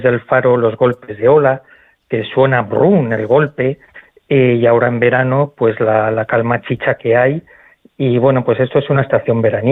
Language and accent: Spanish; Madrid, Community of Madrid, Spain; Bueno, pues soy de Madrid.